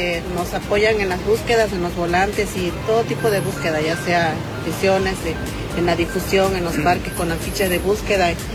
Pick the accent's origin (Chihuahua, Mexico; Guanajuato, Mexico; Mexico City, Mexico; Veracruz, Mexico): Veracruz, Mexico; Madres que venimos del puerto de Veracruz buscando a nuestros hijos desaparecidos de diciembre del 2013.